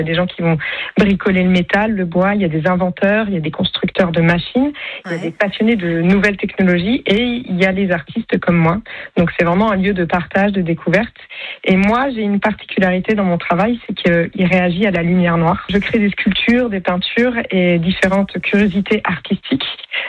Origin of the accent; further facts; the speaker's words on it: Rennes, Brittany, France; Moi, je suis rennaise de base.